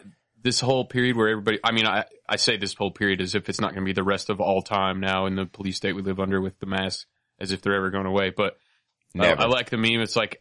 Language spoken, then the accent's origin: English; Minnesota, United States; I'm from Minnesota, and I love the mask.